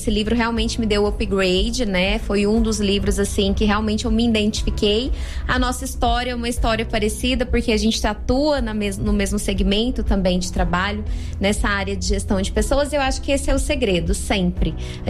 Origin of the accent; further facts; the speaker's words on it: Goiânia, Goiás, Brazil; also born or lived in Presidente Epitácio, Brazil / Santa Rita do Pardo, Brazil; Então, eu sou registrada como paulista, mas eu resido aqui em Goiânia desde os meus 4 anos de idade. Então, eu me considero goiana.